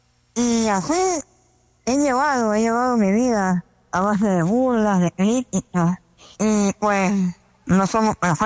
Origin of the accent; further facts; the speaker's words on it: Nicaragua; soy originario de Nicaragua